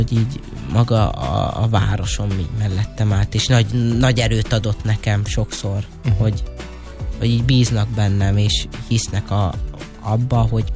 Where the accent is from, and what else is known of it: Dunaföldvár, Tolna, Hungary; born or raised there